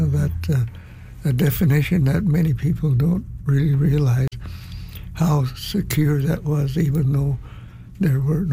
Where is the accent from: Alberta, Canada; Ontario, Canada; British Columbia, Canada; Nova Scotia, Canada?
British Columbia, Canada; Vancouver; born there; I'm just a regular Musqueam person? I'm not from China, but my father's from China.